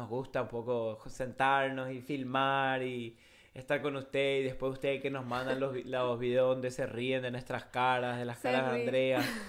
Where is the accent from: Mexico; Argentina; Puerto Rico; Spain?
Argentina; born there; Nací en Argentina y tengo 23 años.